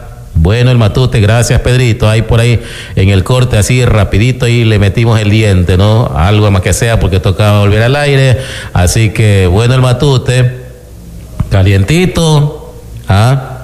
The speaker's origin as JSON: {"language": "Spanish", "country": "Ecuador", "said": "así como buenos ecuatorianos."}